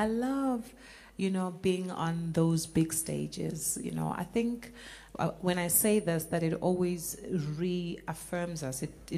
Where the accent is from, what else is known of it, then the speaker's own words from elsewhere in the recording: South Africa; first language Sepedi; English is a second language; It's my mother tongue. I've become alive. I think I express myself best when I sing in a language that I grew up speaking.